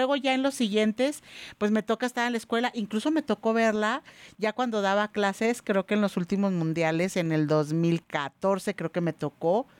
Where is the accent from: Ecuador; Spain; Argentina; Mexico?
Mexico; somos los mexicanos de que para todo queremos sacar una carnita asada